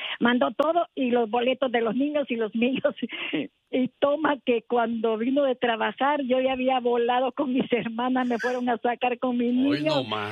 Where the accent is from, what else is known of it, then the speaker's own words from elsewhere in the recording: El Salvador; nosotros somos del Salvador